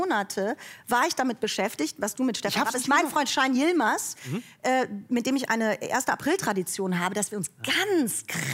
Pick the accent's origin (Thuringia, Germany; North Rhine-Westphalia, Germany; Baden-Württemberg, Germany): North Rhine-Westphalia, Germany; Cologne